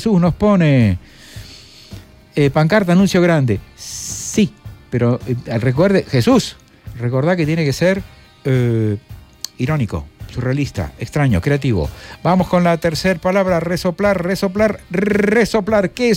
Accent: Argentina; En Argentina decimos otra cosa en vez de flatulencia.

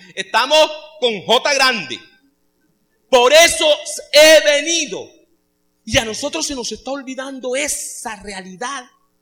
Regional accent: Caribbean coast, Colombia; moved away; Para mí como costeño, como hombre de Colombia que nunca ha trabajado aquí y que ahora me quieran nuevamente llevar lejos, es doloroso, es arrancarme de mi costa.

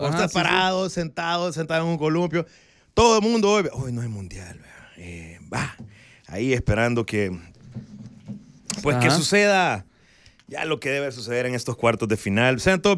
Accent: El Salvador; los colombianos tienen unas palabras un poquito diferentes a los salvadoreños. Los mexicanos y nosotros sí nos parecemos.

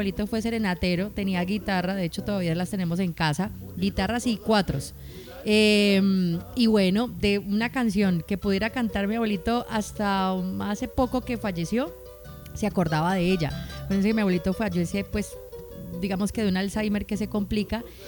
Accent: Colombia; Soy colombiano.

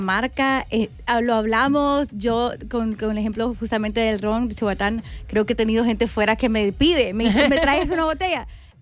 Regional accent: El Salvador; nosotros como salvadoreños

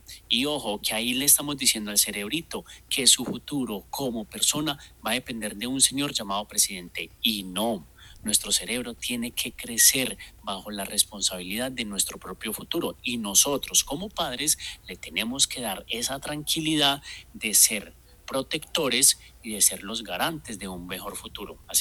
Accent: Colombia

